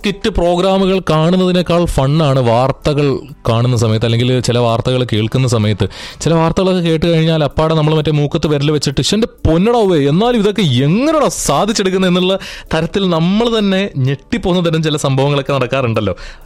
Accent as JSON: {"language": "Malayalam", "town": "Kollam", "region": "Kerala", "country": "India", "said": "സാധാരണ ഞങ്ങൾ കൊല്ലംകാർ കുറച്ചധികം മാന്മാരാണ്."}